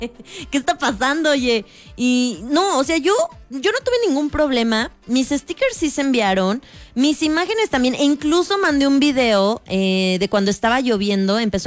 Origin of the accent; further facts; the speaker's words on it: Mexico; ya sabes cómo somos los mexicanos, y de todo hacemos un chistecillo, un pequeño chascarrillo.